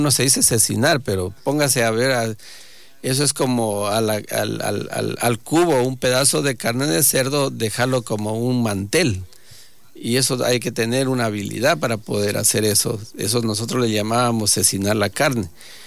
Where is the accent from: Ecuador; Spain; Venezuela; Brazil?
Ecuador; Catamayo, Loja; los que somos de Loja, al menos yo soy de Catamayo también